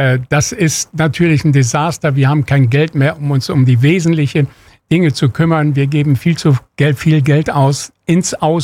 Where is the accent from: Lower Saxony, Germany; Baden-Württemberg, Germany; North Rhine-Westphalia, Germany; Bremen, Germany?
North Rhine-Westphalia, Germany; Gronau; now in Berlin, Germany; Ich komme auch aus Nordrhein-Westfalen an der holländischen Grenze aus Gronau.